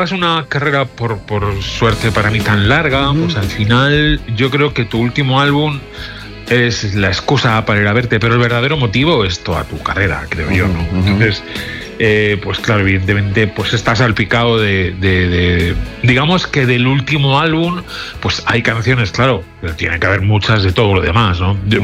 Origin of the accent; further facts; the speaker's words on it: Alicante, Valencian Community, Spain; moved away as an adult; also born or lived in Madrid; aunque nací es en Madrid, pero luego me fui muy, muy crío, con 6-7 años me fui a vivir a Alicante. Y desde esa edad, más o menos, hasta los, un poco antes inclusive, hasta los 18, que ya me voy a ir a Valencia